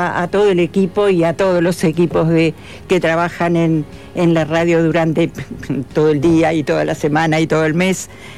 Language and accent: Spanish; Aiguá, Maldonado, Uruguay; vivía en el campo, yo soy de Aiguá